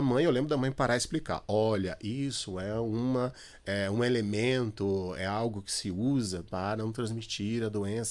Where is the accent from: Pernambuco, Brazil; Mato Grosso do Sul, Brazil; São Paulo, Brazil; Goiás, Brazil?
Mato Grosso do Sul, Brazil; eu, que sou do Mato Grosso do Sul, finalzinho, são dois estados, Mato Grosso lá em cima e Mato Grosso do Sul embaixo